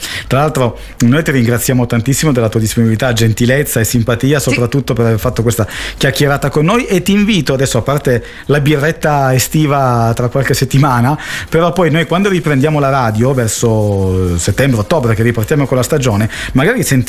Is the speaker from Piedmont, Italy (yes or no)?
yes; Turin, Piedmont, Italy; Ma che noi siamo di Torino.